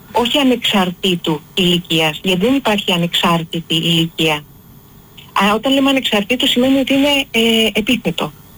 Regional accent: Greece; θα νιώθω την Ελλάδα πατρίδα μου, θα συνήθω να την νιώθω το ίδιο.

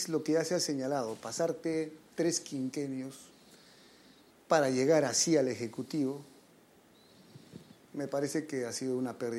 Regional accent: Paruro, Cusco, Peru; moved away as an adult; now in Lima, Peru; Vengo de la región del Cusco, de una provincia que es Paruro.

